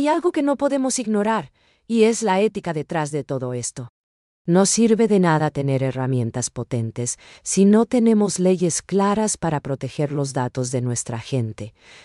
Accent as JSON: {"language": "Spanish", "country": "Paraguay", "said": "nosotros como paraguayos"}